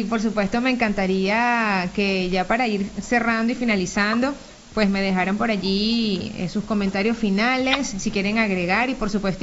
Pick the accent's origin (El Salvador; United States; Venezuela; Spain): Venezuela